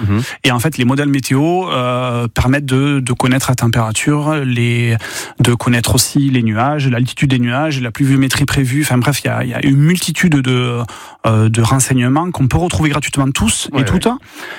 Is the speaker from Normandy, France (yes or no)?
no; Carcassonne, Occitanie, France; Je suis originaire de Carcassonne, dans l'Aude.